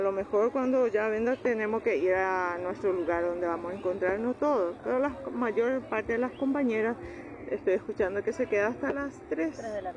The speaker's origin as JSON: {"language": "Spanish", "town": "Minga Guazú", "region": "Alto Paraná", "country": "Paraguay", "said": "Yo vengo del Alto Paraná, Mingaguazú, represento de piscicultores de Mingaguazú."}